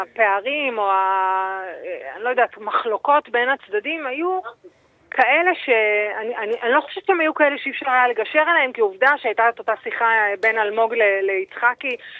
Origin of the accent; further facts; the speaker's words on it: Jerusalem, Jerusalem District, Israel; כירושלמית, כביתרית